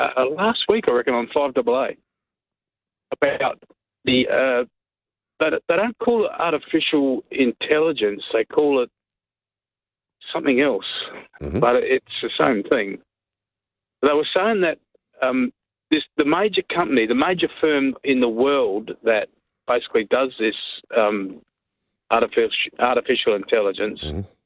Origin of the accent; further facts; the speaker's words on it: South Australia, Australia; Yeah, I grew up in South Australia. Yeah, still here.